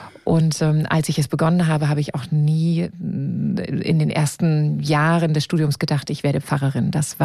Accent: Erfurt, Thuringia, Germany; also born or lived in Berlin; Geboren bin ich in Berlin-Pankow. Durch einen Zufall. Meine Mutter war gerade zu dem Tag, zu dem Termin in Berlin. Und dort bin ich auf die Welt gekommen. Aufgewachsen bin ich in Erfurt in den 70er und Anfang der 80er Jahre.

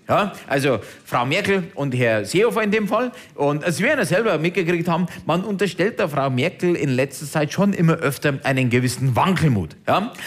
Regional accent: Bavaria, Germany; wieso sehen Sie als Bayer dieses ganze Euro-Thema so süffisant?

